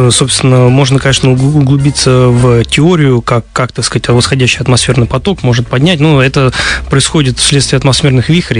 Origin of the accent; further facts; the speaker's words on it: Moscow, Russia; мы все, москвичи